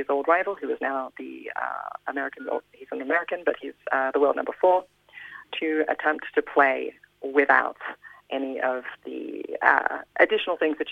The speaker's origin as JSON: {"language": "English", "country": "Australia", "said": "I do think because, well, one, it's my natural voice. I'm Australian, so like everything that's going to come out of my writing is going to naturally sound Australian."}